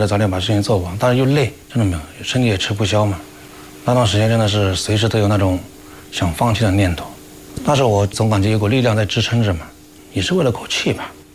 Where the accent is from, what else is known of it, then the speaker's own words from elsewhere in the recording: Changting, Fujian, China; 希望我们的家乡能吸引人能越来越多，让所有人都知道我们长汀人的老气精神一直都在。